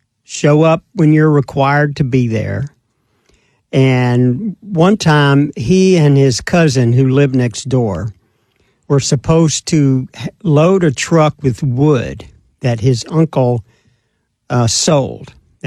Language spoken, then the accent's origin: English; Mississippi, United States; I grew up in Mississippi.